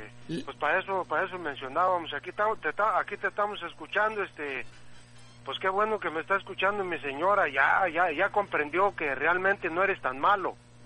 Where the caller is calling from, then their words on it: Jalisco, Mexico; a los de Jalisco dicen que somos mariachis. Okay, pues yo soy mariachi